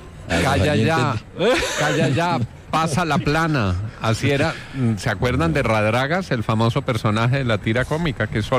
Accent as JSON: {"language": "Spanish", "region": "Valle del Cauca", "country": "Colombia", "said": "Valle del Cauca, mi tierra."}